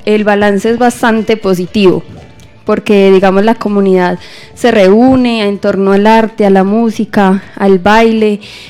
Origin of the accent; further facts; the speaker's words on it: Entrerríos, Antioquia, Colombia; nuestra identidad como entrerrieños, como antioqueños y como colombianos también.